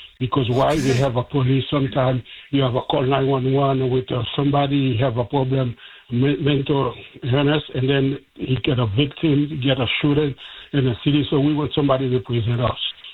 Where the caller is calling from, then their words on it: Boston, Massachusetts, United States; we, the black community in Boston, more Dorchester, like Marapin